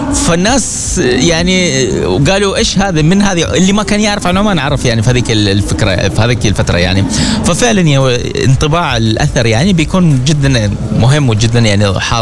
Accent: Oman

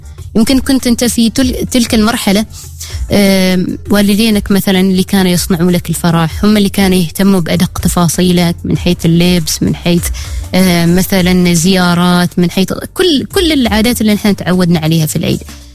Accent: Ad Dakhiliyah, Oman; also born or lived in Ash Sharqiyah North Governorate; now in Muscat, Oman; أسكن مثلا في محافظة مسقط، ومتزوجة في محافظة شمال الشرقية، وأصلي من محافظة الداخلية، فأعيش العيد بين هذه الثلاث محافظات.

